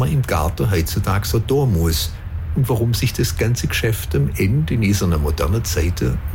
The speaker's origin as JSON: {"language": "German", "town": "Beisingen", "region": "Baden-Württemberg", "country": "Germany", "tie": "born or raised there", "said": "mit einem kleinen Liedle im Dialekt von meinem Heimatort Beisinger bei Rottweil."}